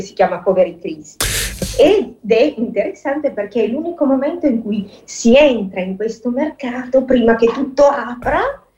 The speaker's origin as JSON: {"language": "Italian", "region": "Berlin", "country": "Germany", "lives_now": "Genoa, Italy", "said": "Io non sono genovese, io ho chiesto di lavorare al SUC a Genova, a Carla, ma io arrivo da Berlino."}